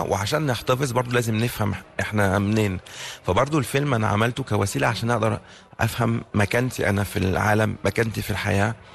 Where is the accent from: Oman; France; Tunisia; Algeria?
France; also born or lived in Egypt; أنا وأنا صغير لما كنت في فرنسا كنت بقول لا أنا مش فرنساوي أنا مصري، ولما كنت بروح مصر ما بقولش أنا مصري كنت بقول أنا فرنساوي